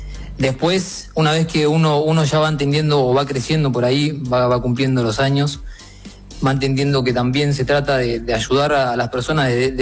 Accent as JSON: {"language": "Spanish", "region": "Buenos Aires", "country": "Argentina", "said": "De Argentina, Buenos Aires."}